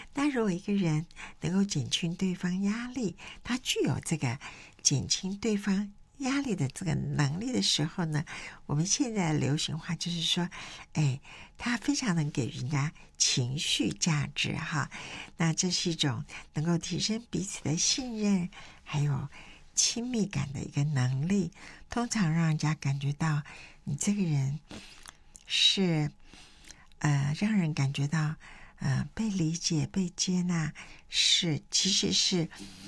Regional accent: China; 我们中国人常常讲到说，哎，逢年过节家人要团聚

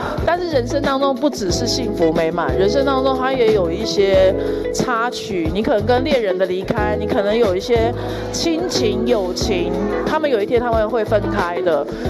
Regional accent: Taichung, Taiwan; now in Singapore; 我以为我一开始会办在我的家乡台中。嗯，我是台中人。

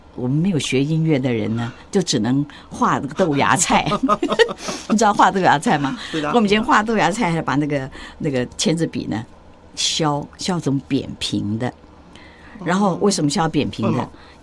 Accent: Taoyuan, Taiwan; 那我们这桃园呢，因为我是桃园人

